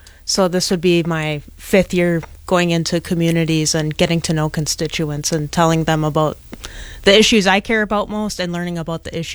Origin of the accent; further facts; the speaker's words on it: Grand Chute, Wisconsin, United States; also born or lived in Green Bay; now in Hortonville, United States; I grew up in Grand Chute. I'm 34 years old.